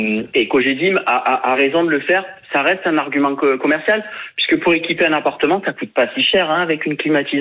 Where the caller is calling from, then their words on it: Marseille, Provence-Alpes-Côte d'Azur, France; moi je suis à Marseille